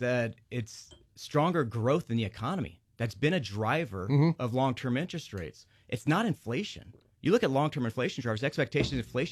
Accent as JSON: {"language": "English", "town": "Columbus", "region": "Ohio", "country": "United States", "said": "I am from Columbus, Ohio."}